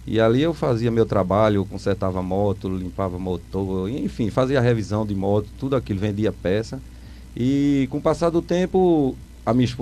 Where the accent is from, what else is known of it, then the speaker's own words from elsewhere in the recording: Toritama, Pernambuco, Brazil; also born or lived in Limoeiro, Pernambuco; eu sou de Toritama. Eu nasci em Limoeiro, mas minha terra é Toritama.